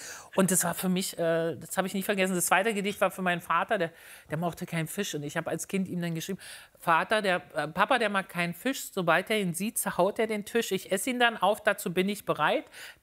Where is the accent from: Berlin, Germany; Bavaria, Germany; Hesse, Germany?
Berlin, Germany